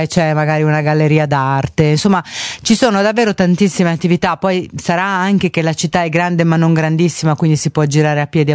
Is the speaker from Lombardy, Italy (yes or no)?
no; Savona, Liguria, Italy; born there; io da bambina abitavo a Savona a un certo punto